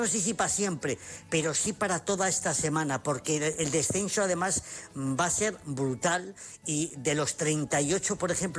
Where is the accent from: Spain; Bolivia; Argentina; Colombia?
Spain; Zamora, Castile and León; como soy de Zamora y soy muy chulo